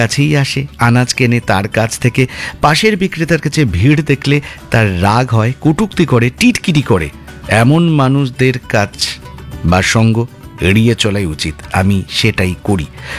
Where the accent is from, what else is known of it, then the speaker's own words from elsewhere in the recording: Kolkata, West Bengal, India; আমার বাড়ি কলকাতায়।